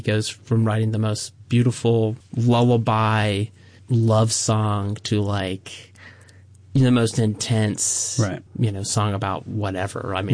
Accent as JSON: {"language": "English", "region": "Georgia", "country": "United States", "tie": "born or raised there", "moved": "as an adult", "lives_now": "Kansas City, United States", "said": "I'm originally from Georgia."}